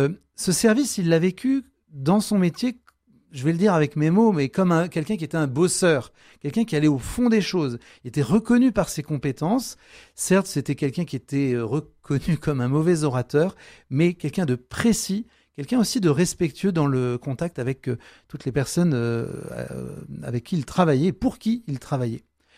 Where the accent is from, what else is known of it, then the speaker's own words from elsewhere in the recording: Grand Est, France; dans ce qu'on appelle la France chez nous en Moselle, la France de l'intérieur.